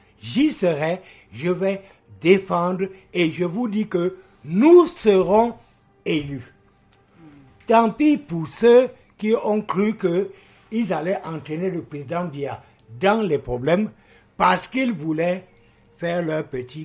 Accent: West, Cameroon; Chez nous au Cameroun, chez nous à l'ouest du Cameroun

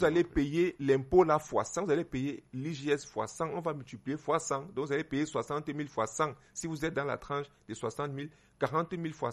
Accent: Cameroon; je suis Camerounais.

